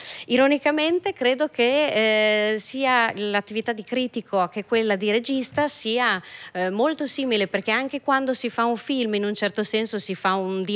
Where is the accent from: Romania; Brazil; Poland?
Brazil; in Brasile, il mio paese che io adoro follemente